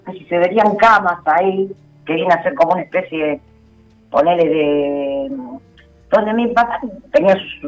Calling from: Villa Urquiza, Buenos Aires, Argentina; de Villa Urquiza.

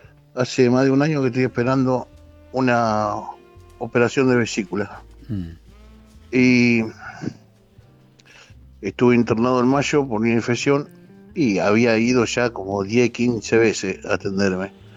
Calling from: Zárate, Buenos Aires Province, Argentina; de Zárate.

